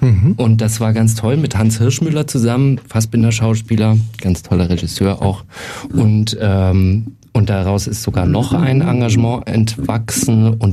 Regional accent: Nuremberg, Bavaria, Germany; now in Munich, Germany; Und ich als Nürnberger wollte mir mal ein eigenes Bild von der Stadt machen, weil es gibt ja so Vorurteile, ja, in Franken, ja.

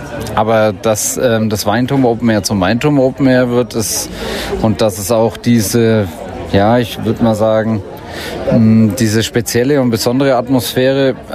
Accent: Bad Windsheim, Bavaria, Germany; Ich komme auch aus Bad Windsheim direkt und bin so in der musikalischen Subkultur auch sozialisiert worden.

